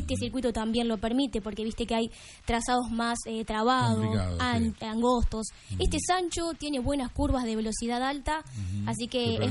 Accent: Concordia, Entre Ríos, Argentina; Yo me crecí mirando los domingos, comiendo asados en el autódromo. Soy entrerriana, soy de Concordia.

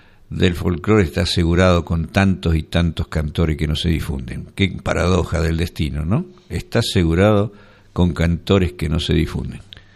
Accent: Argentina; Siendo argentino

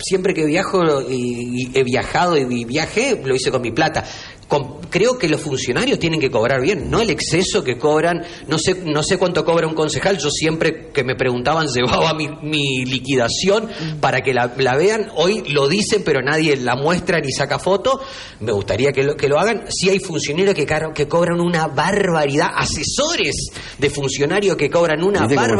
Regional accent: Reconquista, Santa Fe, Argentina; yo soy de Reconquista y miro lo de Reconquista, voto en Reconquista

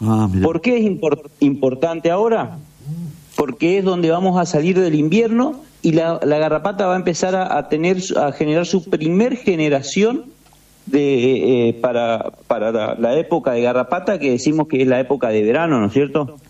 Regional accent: Corrientes, Argentina; De Corrientes, yo soy de Corrientes, acá estamos en Corrientes

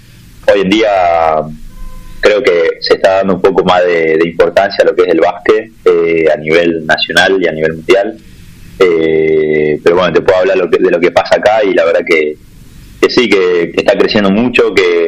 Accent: Tucumán, Argentina; la verdad que está bueno que seamos todos de ahí de Tucumán y que estemos representando a la provincia de la mejor manera.

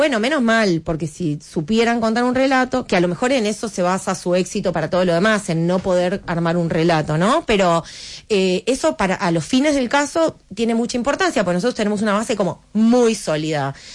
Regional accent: Adrogué, Buenos Aires Province, Argentina; born there; Yo vivía en Adrogué.

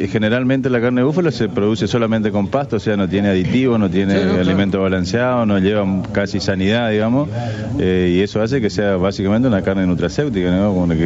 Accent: Ituzaingó, Corrientes, Argentina; Somos todos de Ituzaingó Corrientes. Ituzaingó.

